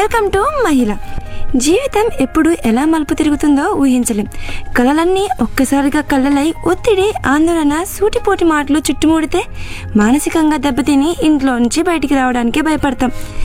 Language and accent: Telugu; Hyderabad, Telangana, India; moved away as an adult; now in United States; నేను పుట్టి పెరిగింది హైదరాబాద్లోనే.